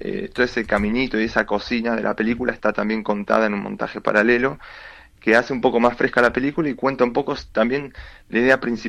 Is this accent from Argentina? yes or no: yes; Argentina; now in Buenos Aires, Argentina; Yo soy argentino y vivo acá, en Buenos Aires